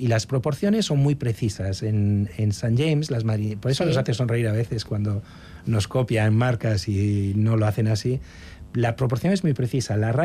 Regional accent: Gijón, Asturias, Spain; moved away as an adult; also born or lived in Milan, Italy / England; now in Paris, France; Yo soy de Gijón, de Asturias. Me fui de Erasmus a Italia. Estuve viviendo en Italia, trabajando en Milán bastante tiempo. Luego estuve en Inglaterra. Luego volví a Milán y luego llegué a París.

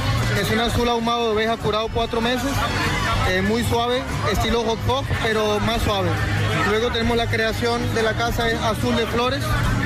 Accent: Saint-Jean-de-Luz, Nouvelle-Aquitaine, France; Nosotros somos de San Juan de Luz, somos afinadores, curadores de queso.

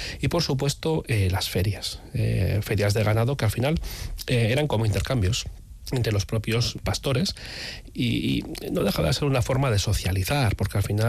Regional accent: Basque Country, Spain

